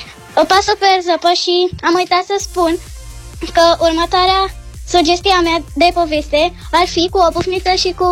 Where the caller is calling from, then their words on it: Bucharest, Romania; din București, am 8 ani